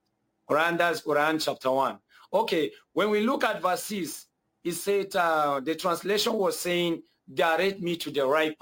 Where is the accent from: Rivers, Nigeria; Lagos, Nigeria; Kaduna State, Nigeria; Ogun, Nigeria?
Kaduna State, Nigeria; Kaduna; Because I was born and brought up in Nigeria, in far northern part of Nigeria